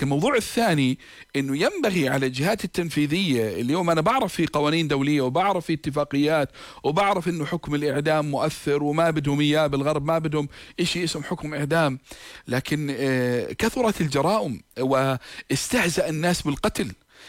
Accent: Jordan; عندنا في الأردن

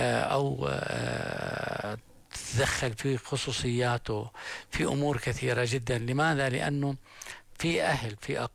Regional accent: Jordan; احنا في عندنا بالاردن

